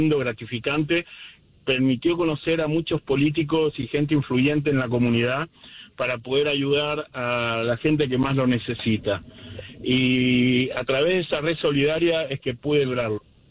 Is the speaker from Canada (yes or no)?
no; Colombia; now in New York, United States; creamos lo que se llamó el Comedor Amor en Colombia y en mi pueblo, donde dábamos de comer a 1.500 niños y ancianos por semana.